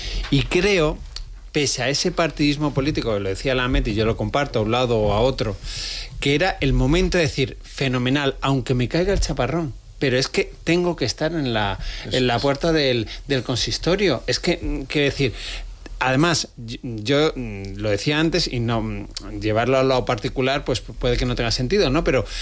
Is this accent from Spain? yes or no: yes; Málaga, Andalusia, Spain; Málaga, yo soy malagueño, ¿no?